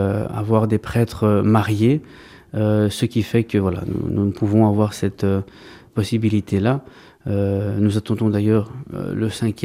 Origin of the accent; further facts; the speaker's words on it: Brussels, Brussels-Capital Region, Belgium; also born or lived in Greece; Et donc, je suis né en Grèce moi-même, mais j'ai grandi ici en Belgique, à Bruxelles plus précisément.